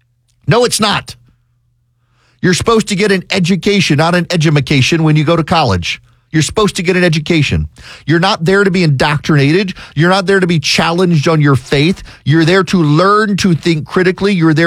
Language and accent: English; Louisiana, United States; also born or lived in overseas; Louisiana, my home state of Louisiana. Y'all, I grew up overseas. I got home.